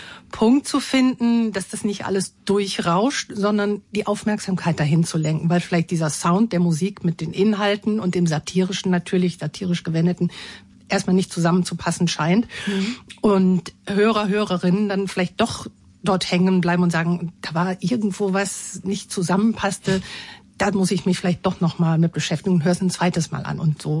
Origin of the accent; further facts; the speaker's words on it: West Germany, Germany; weil ich komme aus dem Westen und habe diese Assoziation zunächst nicht so gehabt. Wenn man da nicht mit aufwächst